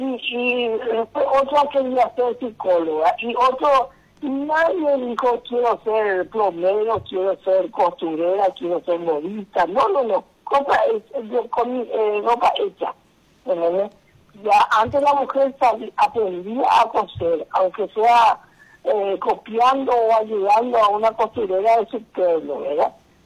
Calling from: Paraguay; nosotros los paraguayos solíamos tener, se dice, nuestra forma de ser, nuestra forma, nuestros valores como familia paraguaya.

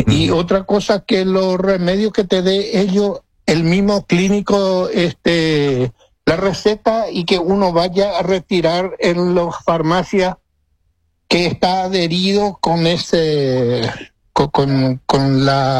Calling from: Paraguay; que yo soy también paraguayo

